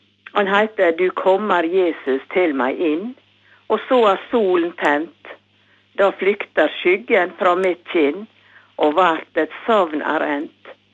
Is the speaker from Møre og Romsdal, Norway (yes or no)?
yes; Lepsøya, Møre og Romsdal, Norway; now in Vigra, Norway; Jeg kommer egentlig fra Løfsøya, og den fine øya, den ser jeg rett fra kjøkkenvinduet mitt.